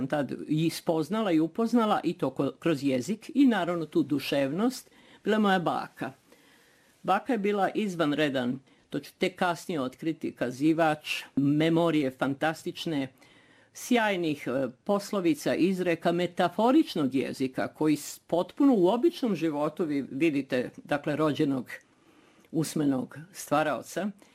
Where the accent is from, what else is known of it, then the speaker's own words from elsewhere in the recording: Zemun, Belgrade, Serbia; born there; I majka je mene dovodila iz Beograda, gdje sam ja rođena, tačnije u Zemunu.